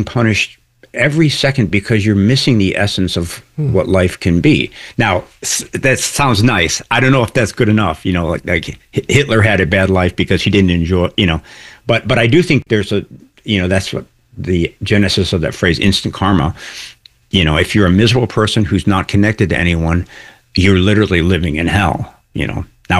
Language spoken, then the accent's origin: English; Chicago, Illinois, United States; I grew up in Chicago